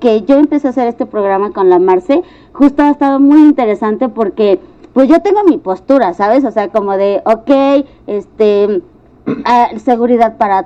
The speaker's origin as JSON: {"language": "Spanish", "town": "Chalco", "region": "State of Mexico", "country": "Mexico", "tie": "born or raised there", "also_born_or_lived": "Iztapalapa", "lives_now": "Mexico City, Mexico", "said": "O sea, nací en Iztapalapa, pero me crecí en Chalco."}